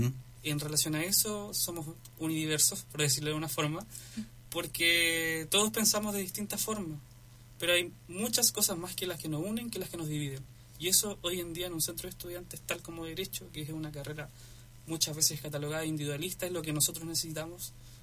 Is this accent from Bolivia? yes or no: no; Talca, Maule, Chile; Yo sí soy talquino de corazón